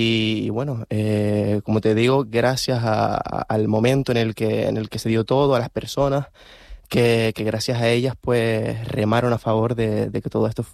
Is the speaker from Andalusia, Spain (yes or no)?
no; Morro Jable, Canary Islands, Spain; now in La Laguna, Spain; Pues mira, yo vengo, bueno, soy de Fuerteventura, de Morrojable, que yo siempre, donde quiera que voy, soy un abanderado de mi pueblo.